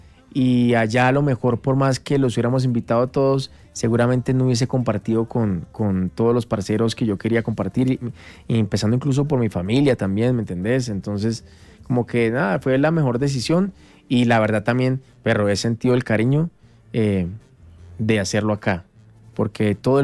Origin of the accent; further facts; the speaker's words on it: Colombia; Sí, me iba, pero bueno, en últimas pensé en mi tierra. ¿Sabes qué pasó? Como que... Era más fácil que bajáramos nosotros cuatro a hacer mover media Colombia para allá